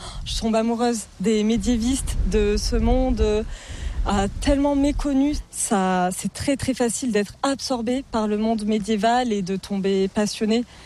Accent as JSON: {"language": "French", "town": "Guilherand-Granges", "region": "Auvergne-Rhône-Alpes", "country": "France", "tie": "born there", "said": "Ouais, je suis née à Guirangrange."}